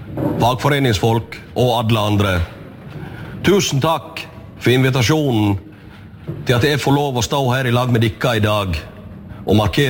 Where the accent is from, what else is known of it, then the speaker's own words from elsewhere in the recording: Solvorn, Vestland, Norway; Første livåret mitt da vokste jeg opp i Solvården. Far min var lensmannsdrenger inne.